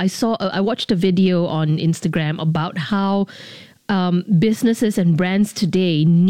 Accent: Singapore; Sound like all my exes will totally agree that I am very Singaporean in that respect.

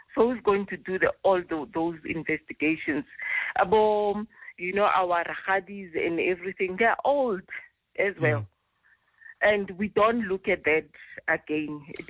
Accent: Eswatini; when you hear somebody says, Ngwakangwane, and I'm from Swaziland

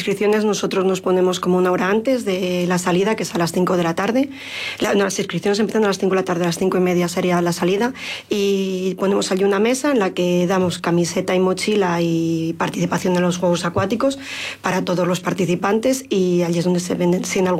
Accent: Corrales, Castile and León, Spain; conozco a los alcaldes porque soy de Corrales, pero dentro de mis paisanos se han ido cambiando las alcaldías

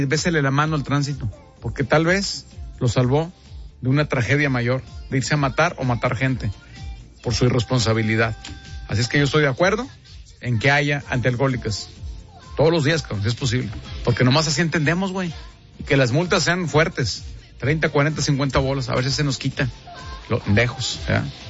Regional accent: Mexico; Así somos los mexicanos.

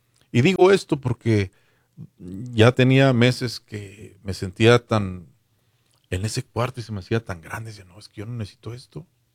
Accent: Chihuahua, Mexico; O sea, en Chihuahua, yo soy chihuahuense

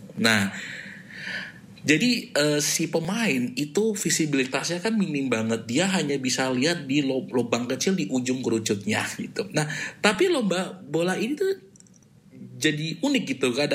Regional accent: Indonesia; now in Melbourne, Australia; ketika kita berada di tempat asal kita ya di Indonesia

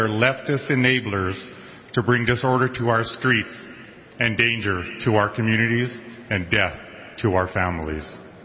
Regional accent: New Mexico, United States; I returned home to New Mexico, where I was born and raised to serve in the Albuquerque Police Department.

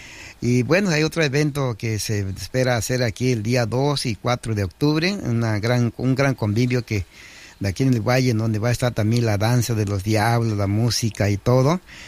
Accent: Mexico; que somos como gente mexicana, gente mixteca, zapoteca, trique, etcétera, etcétera.

